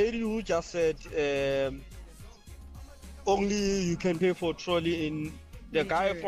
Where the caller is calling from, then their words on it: South Africa; We can also, as South African men, pay for the trolley.